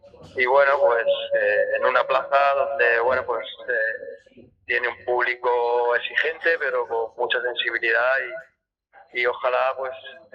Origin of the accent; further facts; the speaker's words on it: La Rioja, Spain; estamos muy muy orgullosos todos los riojanos y todos los españoles del grandísimo entrenador